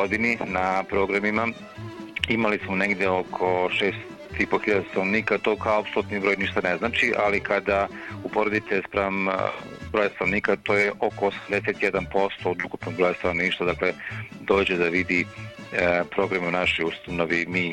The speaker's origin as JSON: {"language": "Serbian", "town": "Ćićevac", "region": "Rasina District", "country": "Serbia", "also_born_or_lived": "Belgrade", "said": "Vratio sam se u svoj zavičaj pre 5 godina, ja sam inače iz Ćićevca, nisam dugo živeo, to živeo sam u Beogradu i školovao se tako redom."}